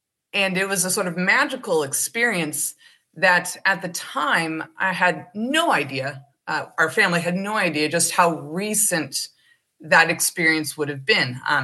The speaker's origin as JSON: {"language": "English", "region": "Midwest", "country": "United States", "moved": "as an adult", "lives_now": "Southern Oregon, United States", "said": "We're from the Midwest farmers out there."}